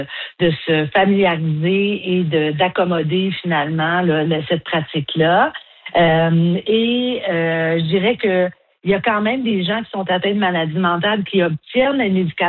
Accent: Quebec, Canada; alors que chez nous, au Québec, par exemple

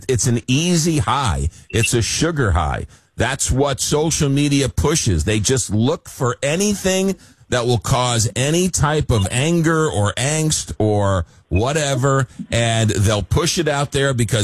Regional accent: New York, United States; I grew up in New York as a Met fan

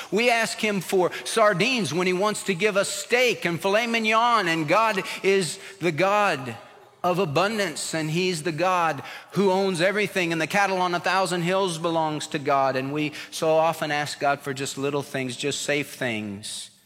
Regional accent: California, United States; born or raised there

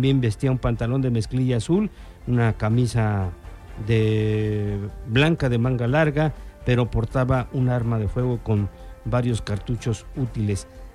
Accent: Mexico; Pero también me refiero a que es una responsabilidad como mexicano, como ciudadano mexicano, sí.

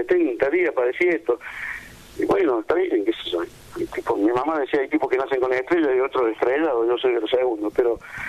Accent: Argentina; cómo somos los argentinos

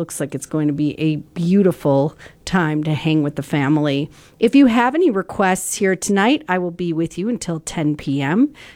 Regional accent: Chicago, Illinois, United States; especially those of you in Chicago, my hometown

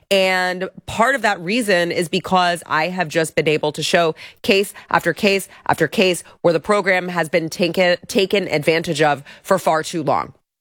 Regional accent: Texas, United States; I've done a lot of work exposing H-1B visa abuse and fraud in my home state of Texas.

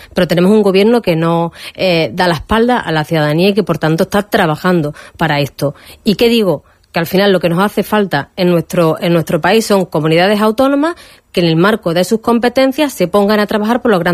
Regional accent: Torrox, Andalusia, Spain; como asárquica, como torroseña, como malagueña

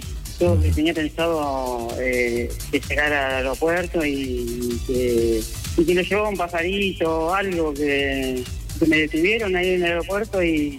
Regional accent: Argentina; Soy argentina.

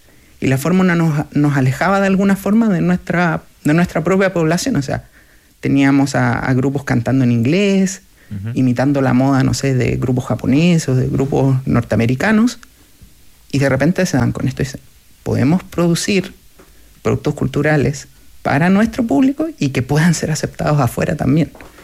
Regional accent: Santiago, Santiago Metropolitan Region, Chile; born there; yo nací en Independencia.

